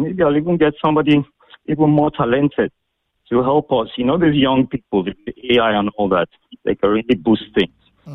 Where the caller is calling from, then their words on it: Lagos, Nigeria; I'm calling from Lagos Island. Lagos mainland, sorry.